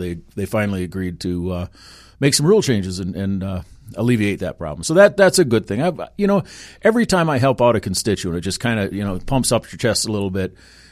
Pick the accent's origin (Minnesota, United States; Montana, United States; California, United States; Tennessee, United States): Minnesota, United States; Randolph; moved away as an adult; also born or lived in Atlanta / Virginia Beach; now in Bemidji area, Minnesota, United States; I'm originally from southern Minnesota, a little town called Randolph, down by Northfield. We were raised on a farm.